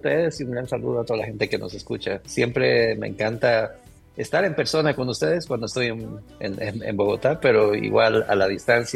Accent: Cochabamba, Bolivia

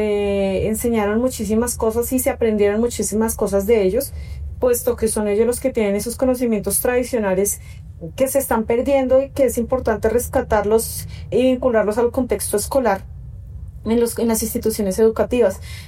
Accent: Bogotá, Colombia; also born or lived in Fusagasugá; Soy una mujer que ha vivido casi toda su vida acá en la ciudad de Bogotá. Yo nací en Fusagasugá, pero he vivido en Bogotá gran parte de mi tiempo

